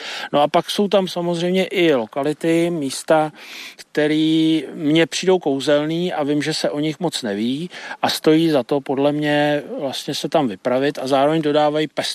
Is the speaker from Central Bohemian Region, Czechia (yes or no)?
yes; Benešov, Central Bohemian Region, Czechia; born there; also born or lived in Blaník area; now in Dolní Břežany, Czechia; já jsem se narodil v Benešově, pocházím vlastně z Posázaví, leta jsem žil pod Blaníkem, pak jsme se přestěhovali do Dolních Břežan na jižní okraji vlastně Prahy. Celý život se pohybuju nebo žiju tady vlastně v té oblasti jižně od Prahy